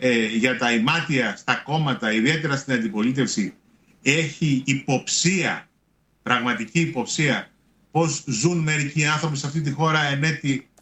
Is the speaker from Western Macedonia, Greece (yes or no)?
no; Aegina, Attica, Greece; Στο νησί μου την Έγινα